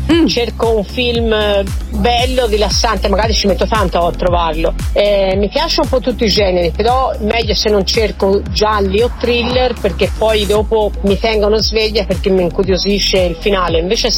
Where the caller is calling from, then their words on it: Siena, Tuscany, Italy; da Siena.